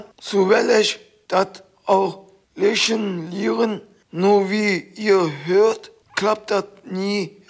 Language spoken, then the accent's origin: German; Solingen, North Rhine-Westphalia, Germany; born there; bin aus den Türken, aber ich bin im Solich geboren